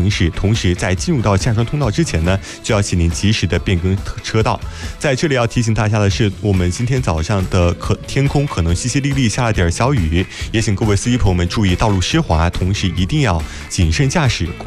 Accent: Yichang, Hubei, China; 良好的生态环境是咱们宜昌人最普惠的民生福祉。

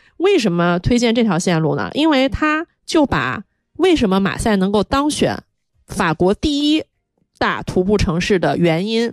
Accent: China; 对我们中国人来说

